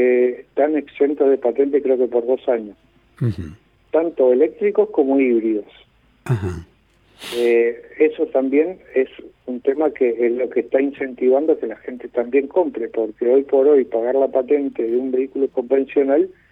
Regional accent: Uruguay; moved away as an adult; now in Argentina; yo soy uruguayo y vivo acá hace 25 años.

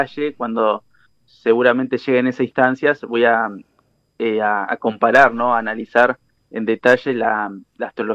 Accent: Argentina; para nosotros como argentinos

